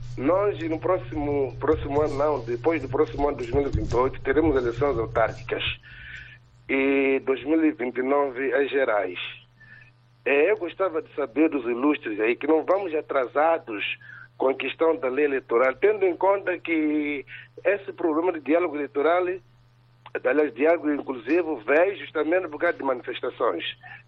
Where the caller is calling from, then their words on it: Matola, Maputo, Mozambique; Falo de Congolote, no município da Matola.